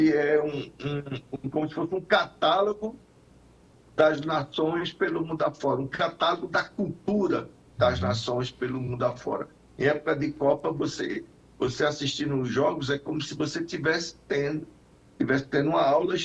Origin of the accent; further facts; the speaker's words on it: Brazil; lógico que, se é que eu me destaco, eu vou mostrar que eu sou brasileiro.